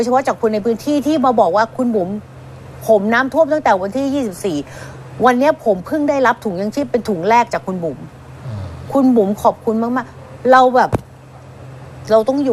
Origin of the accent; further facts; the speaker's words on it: Ban Pho, Chachoengsao, Thailand; ดิฉันเป็นคนบ้านโพตำบลดอนทรายอำเภอบ้านโพจังหวัดฉะเชิงเทรา